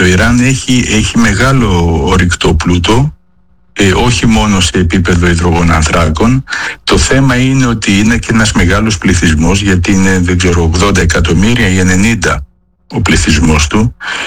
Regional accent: Athens, Attica, Greece; Εγώ πιτσιρικά θυμάμαι που μεγάλωσα στην Αθήνα, υπήρχαν περίοδοι που καίγαν τα πόμολα, έτσι, τον Ιούλιο και τον Αύγουστο.

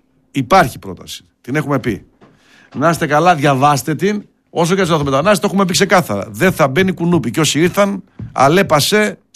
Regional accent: Axos, Central Macedonia, Greece; Εγώ από τον Αξό και αν τσόμι, ένα μικρό χωριουδάκι. Και παλιό μιλότοπο.

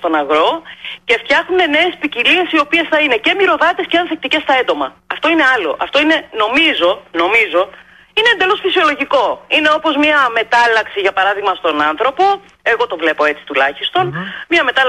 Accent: Heraklion, Crete, Greece; Την πόλη μου άντε να υπάρχουν 20, εγώ σου λέω, σε 250.000 κατοίκους του Ηρακλείου.

